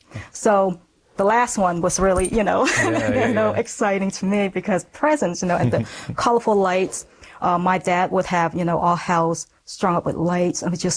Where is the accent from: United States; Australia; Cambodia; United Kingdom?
Cambodia; Phnom Penh; I was around 4 or 5 years old, as I recall, you know, living in our home in Phnom Penh, Cambodia.